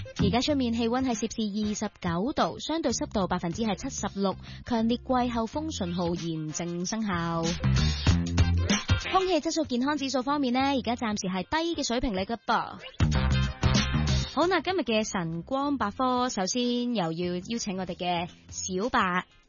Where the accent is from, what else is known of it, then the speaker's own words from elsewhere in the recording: Hong Kong; 我哋香港人都好鍾意食呀。